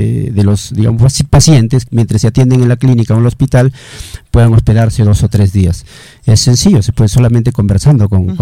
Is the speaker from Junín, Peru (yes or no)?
no; Salpo, La Libertad, Peru; Reiterarles a mi pueblo de Salpo